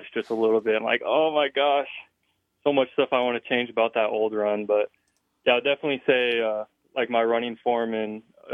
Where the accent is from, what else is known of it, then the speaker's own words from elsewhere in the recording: Hastings, Nebraska, United States; I'm from Hastings. Kearney's like a 45-minute drive. So it kind of all works out good if I go to UNK.